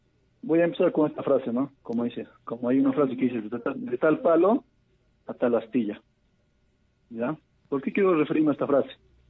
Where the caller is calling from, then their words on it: Juliaca, Puno, Peru; de Juliaca.